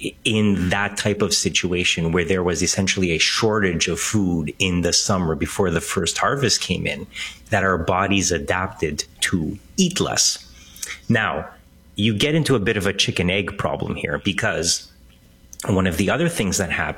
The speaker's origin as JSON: {"language": "English", "country": "Canada", "tie": "born there", "said": "I tend to go to Greece in the summer, because that's where my family is from originally. I was born here in Canada"}